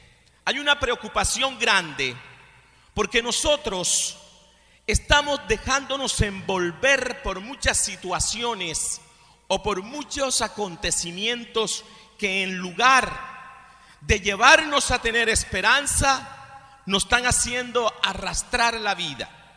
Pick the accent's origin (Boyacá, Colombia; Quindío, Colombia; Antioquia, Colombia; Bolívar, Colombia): Bolívar, Colombia; Cartagena; moved away; el sábado me fui a Cartagena, a mi pueblo.